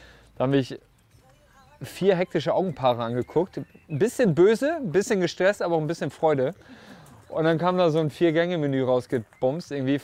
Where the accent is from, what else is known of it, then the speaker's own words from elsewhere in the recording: Friesland, Lower Saxony, Germany; wir kommen beide aus Friesland, wir sind hier heimisch